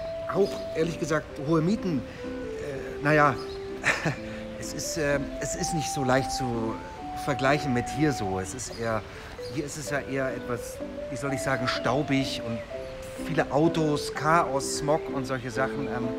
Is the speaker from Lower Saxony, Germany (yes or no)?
no; Munich, Bavaria, Germany; Also ich komme aus München. Das ist ganz unten. Das ist ganz unten in Deutschland, im Süden.